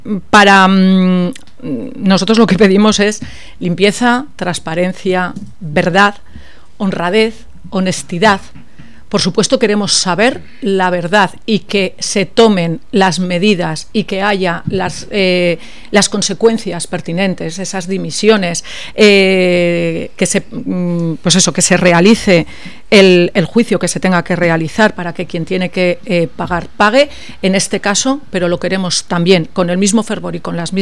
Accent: Teruel, Aragon, Spain; pero como turolense y como aragonesa, quiero cero corrupción en mi tierra

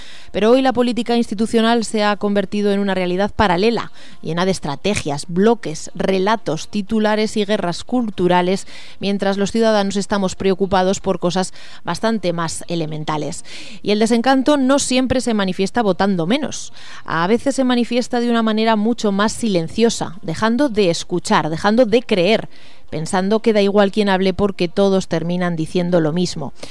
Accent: Spain

